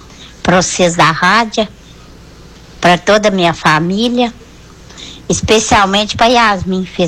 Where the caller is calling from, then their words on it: Barra Mansa, Rio de Janeiro, Brazil; Tô falando da Barra Mansa.